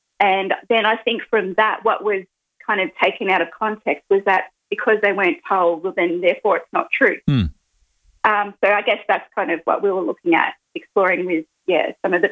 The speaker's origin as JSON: {"language": "English", "region": "Victoria", "country": "Australia", "tie": "born or raised there", "said": "I grew up with my mum and my mother's mob. So I'm, you know, don't hold it against me. I grew up in Victoria."}